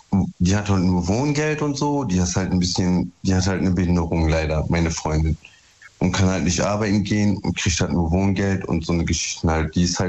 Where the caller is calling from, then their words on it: Duisburg, North Rhine-Westphalia, Germany; Ich komme aus Duisburg.